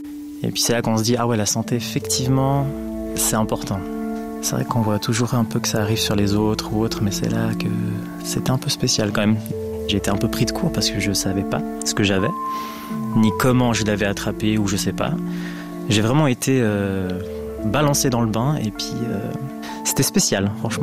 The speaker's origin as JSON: {"language": "French", "country": "Switzerland", "said": "que ce soit chez nous en Suisse ou dans des autres pays"}